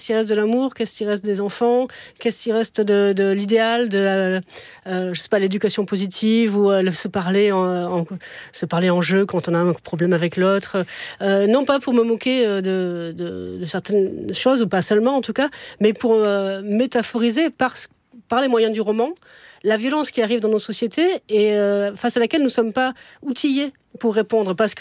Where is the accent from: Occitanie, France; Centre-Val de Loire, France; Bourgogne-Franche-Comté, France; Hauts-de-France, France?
Occitanie, France; Montpellier; born there